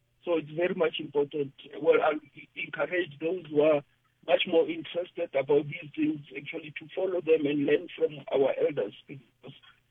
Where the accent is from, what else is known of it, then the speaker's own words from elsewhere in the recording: South Africa; I'm from South Africa.